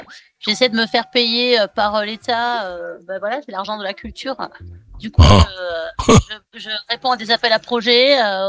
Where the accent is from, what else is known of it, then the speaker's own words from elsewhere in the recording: Bayonne, Nouvelle-Aquitaine, France; Et à Bayonne, oui, exactement.